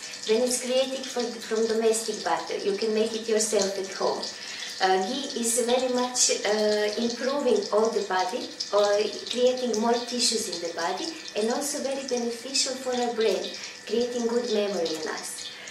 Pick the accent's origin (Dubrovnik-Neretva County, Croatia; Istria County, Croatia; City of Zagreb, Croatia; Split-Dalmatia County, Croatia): City of Zagreb, Croatia; Zagreb; I come from Croatia, Zagreb is the town, and we are here in WEP International Yoga and Daily Life Seminar